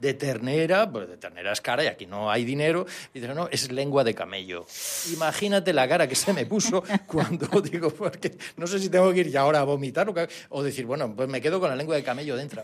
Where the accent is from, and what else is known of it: Galicia, Spain